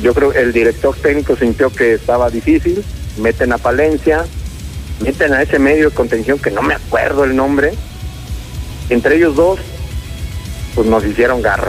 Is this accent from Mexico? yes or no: yes; Cerritos, San Luis Potosí, Mexico; En aquellos años que yo jugué las copas gobernador, yo soy de Cerritos. Okay. Jugué en la selección de Cerritos